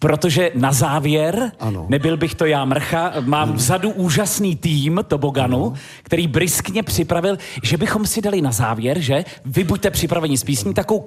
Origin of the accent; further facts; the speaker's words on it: Sokolov, Karlovy Vary Region, Czechia; born there; já jsem se narodil v Sokolově